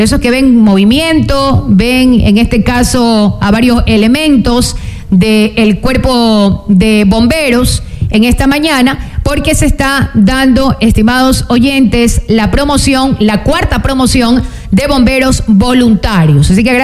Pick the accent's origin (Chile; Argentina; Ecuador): Ecuador; aquí, como buenos ecuatorianos